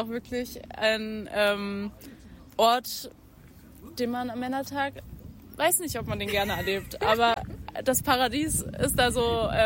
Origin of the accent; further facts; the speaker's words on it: Dresden, Saxony, Germany; ich komme aus Dresden, aber ich bin auch nie außerhalb von der DDR sozusagen ausgezogen. Also ich, keine Ahnung, bin halt immer im Osten gewesen.